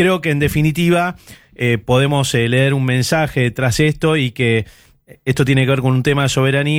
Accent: Argentina; nos merecemos en todo caso como argentinos y como líderes

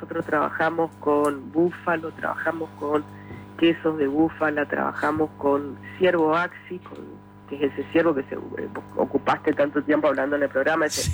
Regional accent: Esquina, Corrientes, Argentina; yo soy de esquina.

